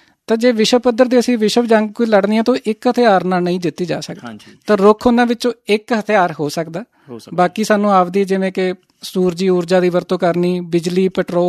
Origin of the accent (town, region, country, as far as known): Punjab, India